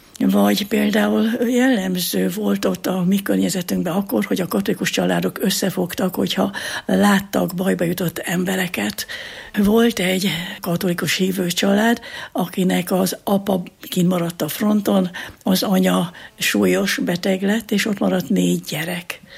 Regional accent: Szikszó, Borsod-Abaúj-Zemplén, Hungary; born there; történetesen Szikszón születtem, tehát az ottani kisvárosba

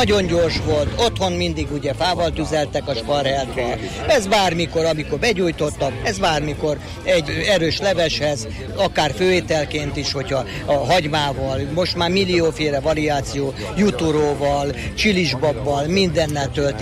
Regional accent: Salgótarján, Nógrád, Hungary; Salgótarjánból származom.

